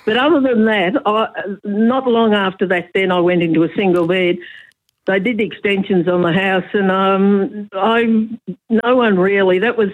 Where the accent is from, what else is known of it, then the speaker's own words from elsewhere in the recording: Colac, Victoria, Australia; Down near Colac. My dad was on a farm down near Colac, had a big farm.